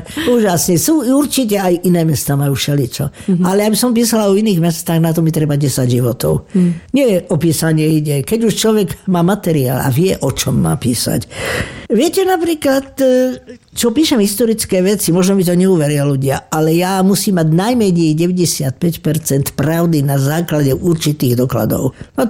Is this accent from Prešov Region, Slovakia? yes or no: yes; Kežmarok, Prešov Region, Slovakia; Kežmaruk je moje rodné mesto, ktoré skutočne mám veľmi rada.